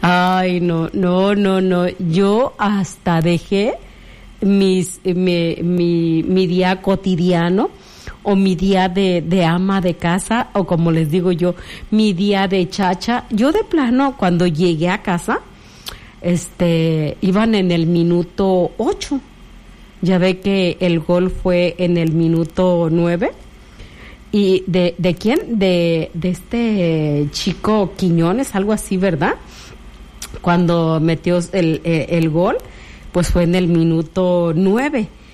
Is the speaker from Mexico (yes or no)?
yes; Mexico; now in United States; Yo creo que nosotros como mexicanos traemos la camisa bien puesta